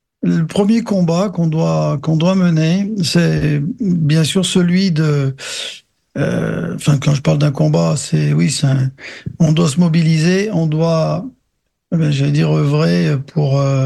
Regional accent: France; je vous dis ce que je ressens en tant que Français engagé aux côtés de l'Arménie.

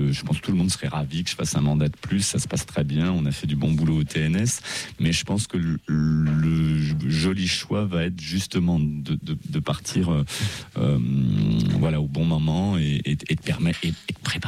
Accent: Avignon, Provence-Alpes-Côte d'Azur, France; born there; Oui, je suis né dans le Hof, à Avignon.

